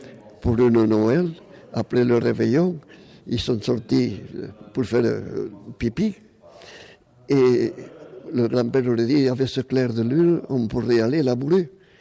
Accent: Blaye-les-Mines, Occitanie, France; born there; Je suis né à Carmaux, enfin à Blaye, oui, Pont de Blaye, Pont de Blaye, là.

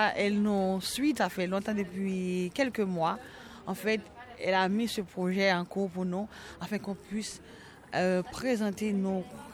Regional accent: Haiti; nom c'est … je viens d'Haïti. Je suis mère de 3 enfants et j'ai 40 ans.

